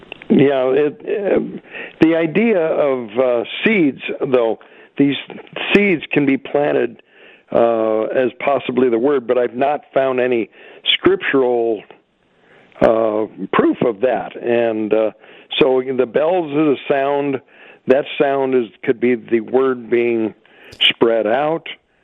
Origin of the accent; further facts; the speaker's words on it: Smith River, California, United States; Smith River, California.